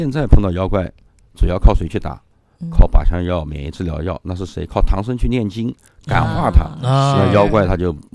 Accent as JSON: {"language": "Chinese", "country": "China", "said": "一个是 M 三白血病，是我们中国人用的维尔山亚砷酸。"}